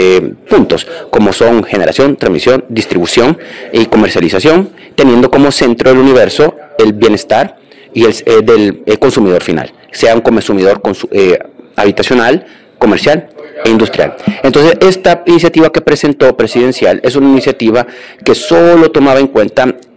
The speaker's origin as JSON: {"language": "Spanish", "country": "Honduras", "said": "Somos los hondureños los que hemos estado invirtiendo aquí en Honduras."}